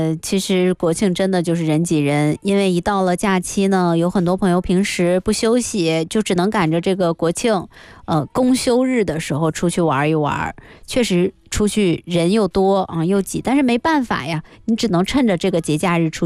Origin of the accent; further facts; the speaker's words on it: Guangzhou, Guangdong, China; 其实是属于我们老广每年都想要去逛的这么一个灯会